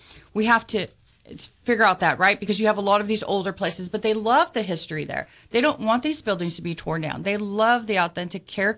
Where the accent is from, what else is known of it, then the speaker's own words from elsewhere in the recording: Corpus Christi, Texas, United States; I am born and raised in Corpus Christi.